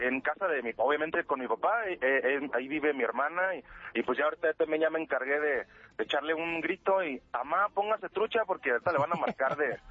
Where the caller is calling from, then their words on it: Texcoco, State of Mexico, Mexico; Yo estoy aquí en Texcoco, Estado de México.